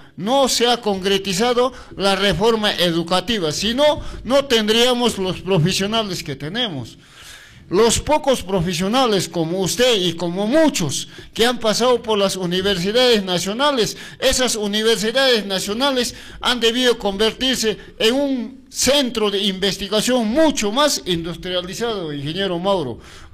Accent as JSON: {"language": "Spanish", "country": "Peru", "said": "como nacionalista que somos, que como peruano que hemos nacido."}